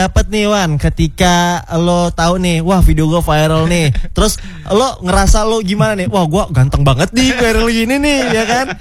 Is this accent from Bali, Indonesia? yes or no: no; Lampung, Indonesia; Lu Sunda, gue Lampung.